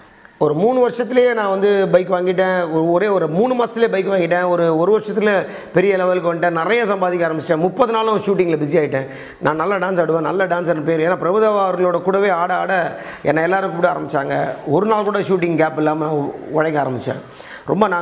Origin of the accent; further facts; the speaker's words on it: Tirunelveli, Tamil Nadu, India; born there; என்னோடய பூர்வீகம் திருநெல்வேலி, பாளையங்கோட்டை பகுதியில் நான் பிறந்தேன். ஒரு சிஎஸ்ஐ பேக்ட்ராப்பில் நான் பிறந்தேன். என் அம்மா ஒரு ஹிந்து, அப்பா ஒரு சிஎஸ்ஐ கிறிஸ்டியன்.